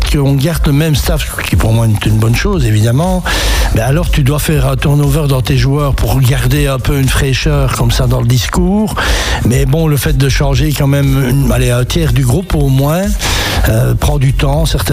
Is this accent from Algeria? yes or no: no; Liège, Wallonia, Belgium; comme on appelle ça chez nous à Liège